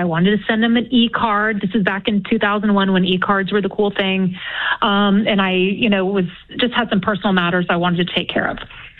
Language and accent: English; Texas, United States